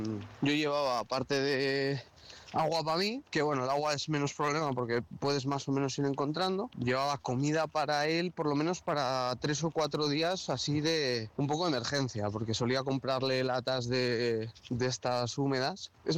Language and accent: Spanish; Burgos, Castile and León, Spain